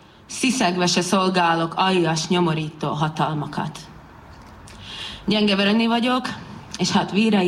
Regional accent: Southern Slovakia, Slovakia; Hogy nem használhatom a fölvidék szót, pedig számunkra ez már rég nem földrajzot, hanem identitást jelent.

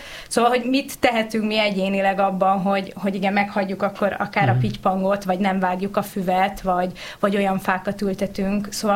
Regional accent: Nyíregyháza, Szabolcs-Szatmár-Bereg, Hungary; gyerekként a Nyíregyházának, ahol én felnőttem

